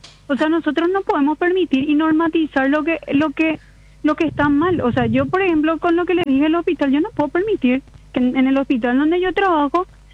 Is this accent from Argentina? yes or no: no; Paraguay; ¿qué es lo que nosotros queremos como paraguayos?